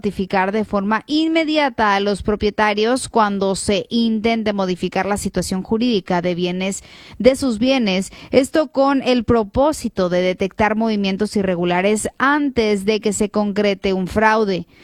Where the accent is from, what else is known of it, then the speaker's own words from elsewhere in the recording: Mexico; como México, como mexicanos unidos